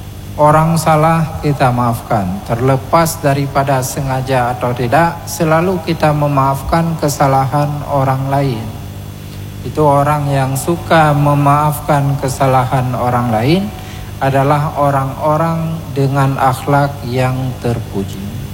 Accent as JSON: {"language": "Indonesian", "region": "Aceh", "country": "Indonesia"}